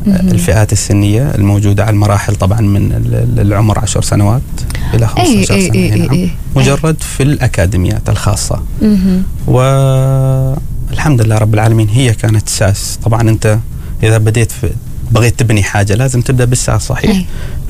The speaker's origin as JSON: {"language": "Arabic", "country": "Oman", "said": "هذه المنطقة أنا عارف أن راح تكون عندي تحديات كعماني، ما عندي أحد يتكلم اللغة العربية."}